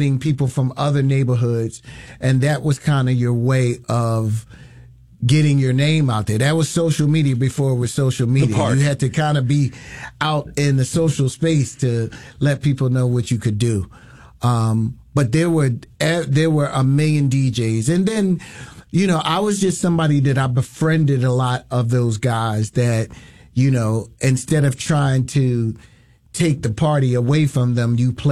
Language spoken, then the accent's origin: English; Philadelphia, Pennsylvania, United States; I think growing up in West Philly, we would have a lot of block parties.